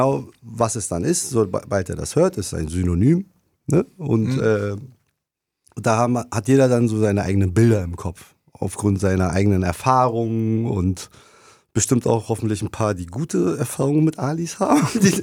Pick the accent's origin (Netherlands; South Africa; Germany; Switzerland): Germany; Berlin; Und das war auch völlig egal damals in Berlin, deine Herkunft. Du warst Berliner, das hat man einem beigebracht.